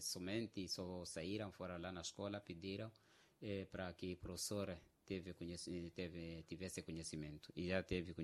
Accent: Quelimane, Zambezia, Mozambique; also born or lived in Namacurra District; É, também sou natural daqui de Quelimane, mas bem nascido no distrito de Namakura.

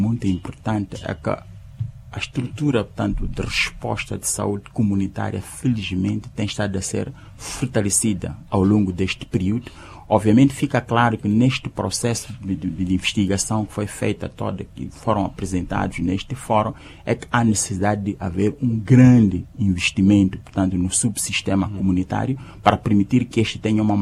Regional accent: Mozambique; nós somos moçambicanos

